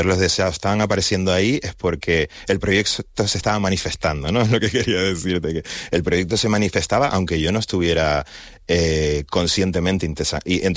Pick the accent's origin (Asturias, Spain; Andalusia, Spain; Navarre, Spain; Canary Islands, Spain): Canary Islands, Spain; En plan, como muchísimos canarios y canarias, y en ese momento también me sentía como que no era ni de aquí ni de allá, ¿no? Entonces, allí era súper canarión, aquí un poco godo